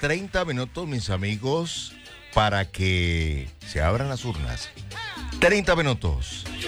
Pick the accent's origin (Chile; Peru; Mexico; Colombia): Colombia; Nosotros como colombianos tenemos que contribuir a fortalecerla